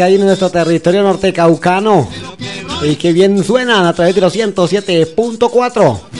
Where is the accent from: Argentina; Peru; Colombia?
Colombia; Jambaló, Cauca; que interpreta nuestra comunidad jambalueña